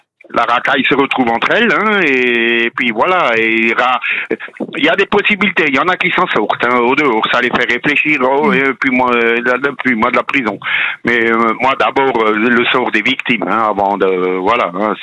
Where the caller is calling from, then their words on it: Illzach, Grand Est, France; D'Ilzac, à côté de Mulhouse.